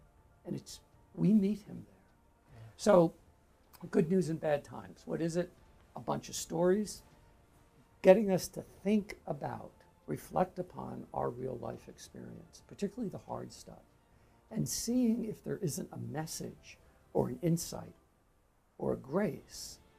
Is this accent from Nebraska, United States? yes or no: no; New York, United States; So I'm from New York, Long Island.